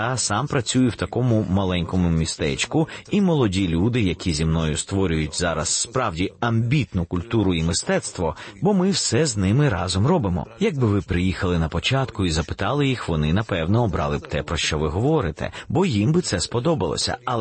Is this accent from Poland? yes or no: yes; Poland; ми тоді не питали, що ми з цього матимемо, як поляки.